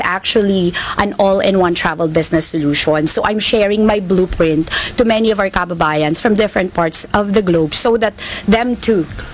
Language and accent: Tagalog; Tacloban, Eastern Visayas, Philippines; moved away as an adult; also born or lived in Cebu; now in Australia; I'm from Tacloban.